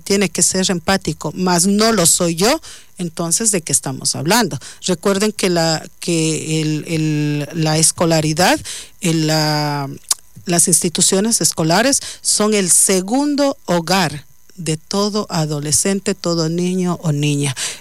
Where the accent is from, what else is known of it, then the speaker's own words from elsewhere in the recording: Ecuador; como buenos ecuatorianos debemos saber los colores de nuestra bandera, nuestro himno, respetar, sí es verdad